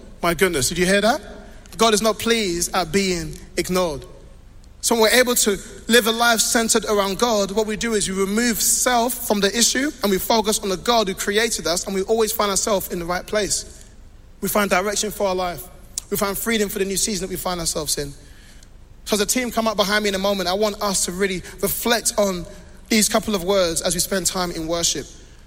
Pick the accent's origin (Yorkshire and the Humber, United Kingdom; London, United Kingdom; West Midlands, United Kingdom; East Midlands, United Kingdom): London, United Kingdom; also born or lived in Congo; I'm from London. I'm from Congo.